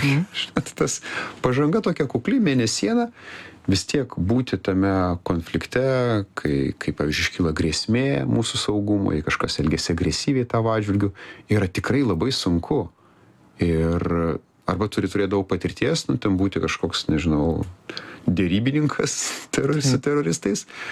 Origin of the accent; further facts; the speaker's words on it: Vilnius, Vilnius County, Lithuania; aš esu iš Viršuliškių, kur kažkaip nuo vaikystės, norint praeiti pro bromą, reikėjo mokėti pastovėti už save, atsiliept.